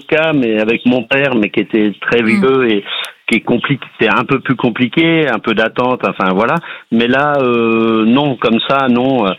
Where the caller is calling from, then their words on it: Centre-Val de Loire, France; Dans le sud de l'Indre-et-Loire. Enfin, on est 10 habitants au kilomètre carré, donc vous voyez, on n'est pas beaucoup.